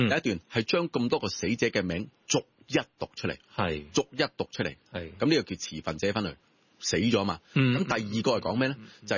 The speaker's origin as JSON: {"language": "Cantonese", "country": "China", "said": "咁但係唔係好多我哋中國人明白咩叫揀身份"}